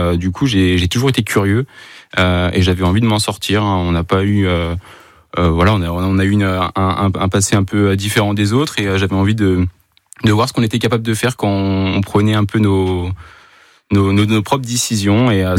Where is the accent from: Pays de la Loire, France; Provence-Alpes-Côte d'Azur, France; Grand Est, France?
Pays de la Loire, France; j'ai 28 ans, je suis originaire de la Mayenne.